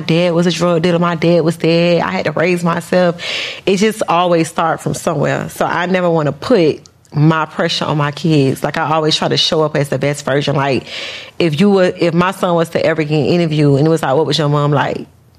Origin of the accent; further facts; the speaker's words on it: Opa-locka, Florida, United States; I was born and raised in Opa-locka.